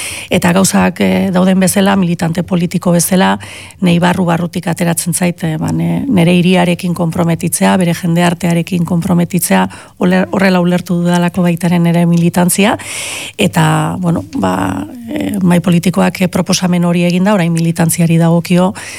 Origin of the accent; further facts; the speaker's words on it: San Sebastián, Basque Country, Spain; Ni oso donostiarra naiz.